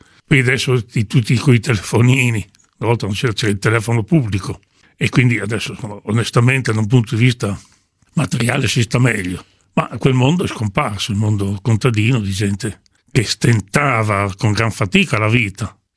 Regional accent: Pavana, Tuscany, Italy; born there

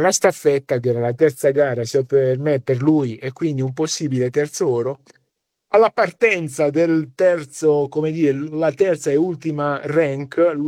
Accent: Terlizzi, Apulia, Italy; fanno così al mio paese, quando passa la Madonna del Rosario nelle stradine

